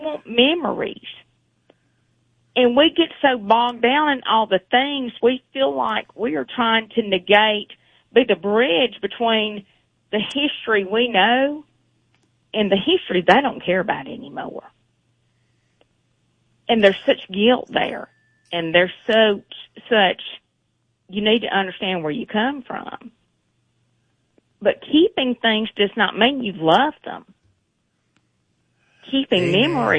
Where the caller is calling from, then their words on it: Alabama, United States; I'm from Alabama.